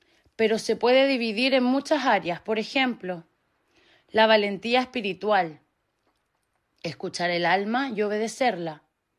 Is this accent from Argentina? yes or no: no; Chile; yo soy chilena